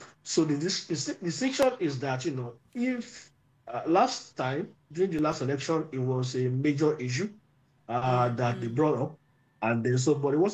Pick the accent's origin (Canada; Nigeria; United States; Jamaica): Nigeria; I'm a Nigerian journalist.